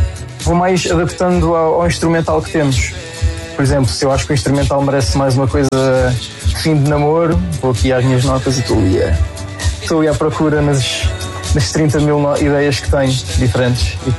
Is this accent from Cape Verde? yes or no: no; Lisbon, Portugal; sou de Lisboa, aqui da grande Parque das Nações, aqui na Expo.